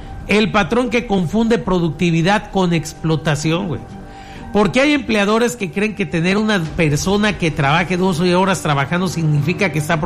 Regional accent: Mexico; fíjese que como mexicanos siempre nos quejamos de que las cosas están mal hechas

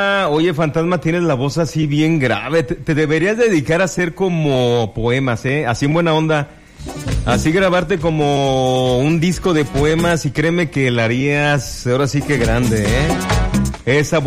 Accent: Apatzingán, Michoacán, Mexico; also born or lived in Morelia; yo toda mi infancia y adolescencia la crecí aquí en Apatzingán

